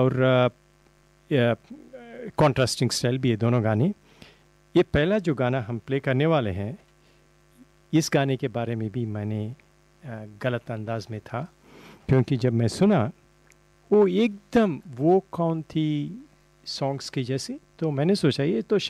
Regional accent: Andhra Pradesh, India; क्योंकि आंध्रा में काफ़ी, मैं आंध्रा से हूँ।

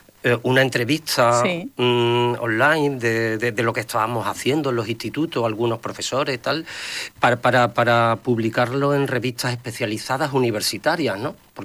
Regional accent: Marchena, Andalusia, Spain; me iba a mi pueblo, a Marchena

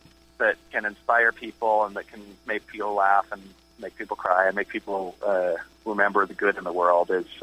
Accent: Saskatchewan, Canada; I'm from the prairies. I'm from Saskatchewan, but I grew up going to the Winnipeg Folk Festival.

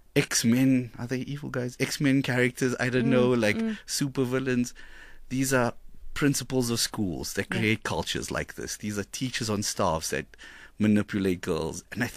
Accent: South Africa; We're such a desensitized society in South Africa, right?

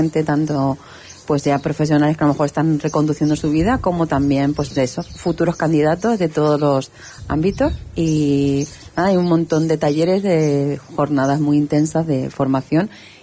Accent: Lanzarote, Canary Islands, Spain; moved away as an adult; en un momento determinado vuelvo a Lanzarote, vuelvo a mis raíces, vuelvo a mi tierra

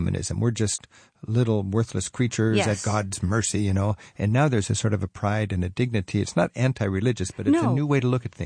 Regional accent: Florence, Tuscany, Italy; it's not going to be more more beautiful than its sister in Florence, in my hometown, the Doma Brunelleschi.

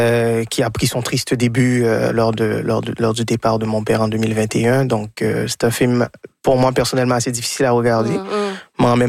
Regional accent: Haiti; moved away as an adult; now in Quebec, Canada; je suis né et élevé en Haïti, donc j'ai laissé autour de 19 ans. Ma mère habitait déjà le Québec.

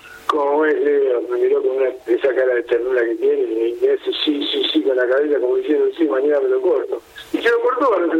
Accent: Argentina

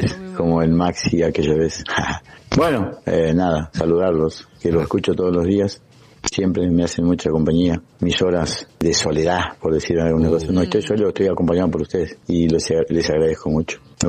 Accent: Santiago, Santiago Metropolitan Region, Chile; Al menos yo que soy de Santiago aprendí así.

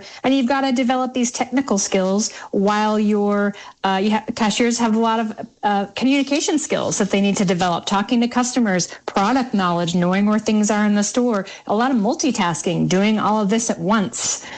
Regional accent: Utah, United States; I moved back to my home state of Utah to try to regroup, to make a new start, to figure out what was next for me.

